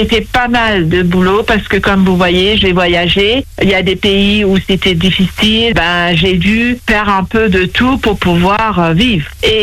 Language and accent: French; Mauritius; also born or lived in Lebanon / Cyprus; now in Neuvillette-en-Charny, France; Moi, je viens de l'île Maurice. J'ai quitté le pays en 84 en direction du Liban, dont j'ai resté 10 ans, et j'ai connu la guerre aussi, la guerre en 85. Et puis, suite à ça, je suis partie à Chypre.